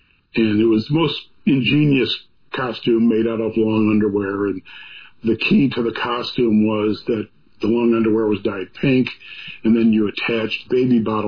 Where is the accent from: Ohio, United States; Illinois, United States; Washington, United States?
Illinois, United States; Loves Park; I went to my hometown, Loves Park, and another high school friend of mine owned a physical fitness center.